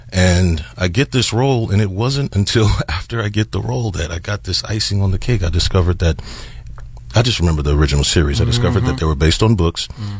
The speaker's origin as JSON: {"language": "English", "town": "San Antonio", "region": "Texas", "country": "United States", "said": "Not at all. I'm from Texas. I'm from San Antonio, so that was the closest team we had."}